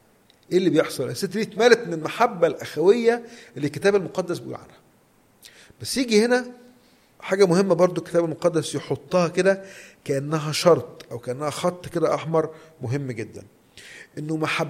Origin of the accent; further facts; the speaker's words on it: Egypt; في اضطهاد عندنا في مصر هنا